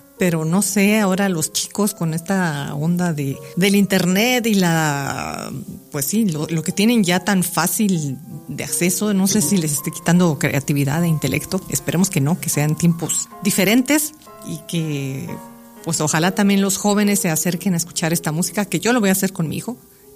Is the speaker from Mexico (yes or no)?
yes; Mexico City, Mexico; born there; saludos a la querida Ciudad de México, de donde yo nací.